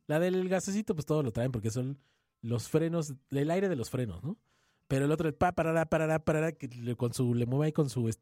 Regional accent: Mexico

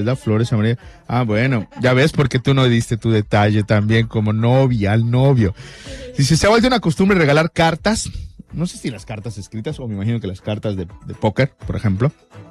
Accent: Mexico; desesperado buscándolo como buen mexicano a última hora.

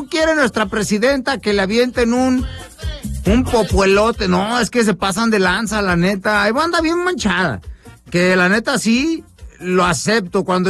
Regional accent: Mexico; así somos los mexicanos

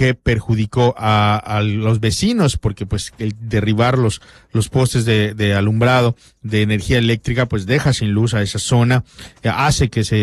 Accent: Yucatán, Mexico

